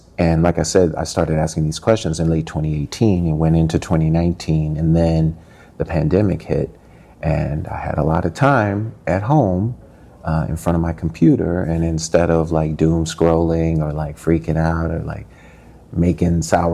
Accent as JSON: {"language": "English", "town": "St. Louis", "region": "Missouri", "country": "United States", "tie": "born or raised there", "also_born_or_lived": "Tennessee", "moved": "yes", "said": "They separated when I was like 3. And I was moved from rural Tennessee, where I was born, to St. Louis. And I grew up in St. Louis. And then I've been here for 30 plus years, as well as some other places."}